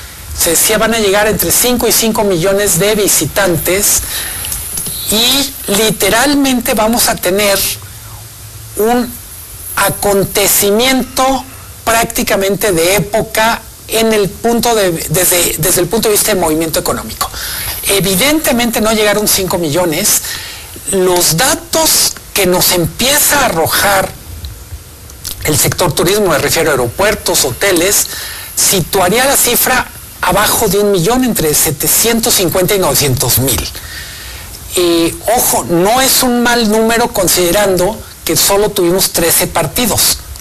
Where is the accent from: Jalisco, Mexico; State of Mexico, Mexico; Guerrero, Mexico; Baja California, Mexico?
Jalisco, Mexico; Guadalajara; Soy de Guadalajara